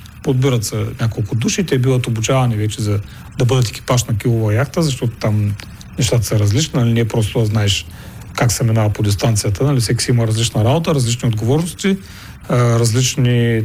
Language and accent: Bulgarian; Burgas, Burgas Province, Bulgaria; аз съм бургазлия, много са гордея с това